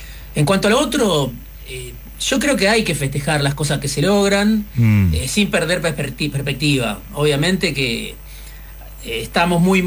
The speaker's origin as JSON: {"language": "Spanish", "country": "Argentina", "said": "nosotros también somos Argentina"}